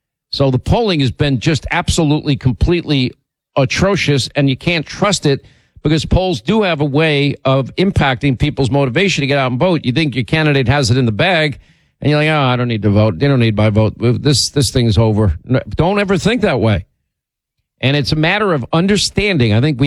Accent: Florida, United States; and in my home state of Florida is real.

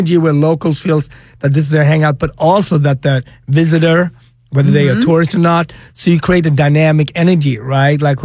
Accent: Sweden; moved away; also born or lived in Africa; I was born in Africa. I grew up in Sweden.

